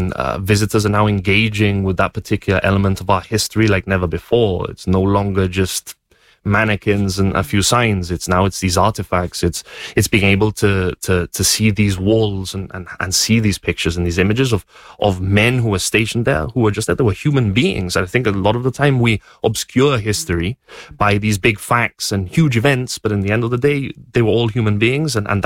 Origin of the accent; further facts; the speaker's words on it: Gibraltar; It's a site that I think speaks very much to the birth of our nation as a British nation.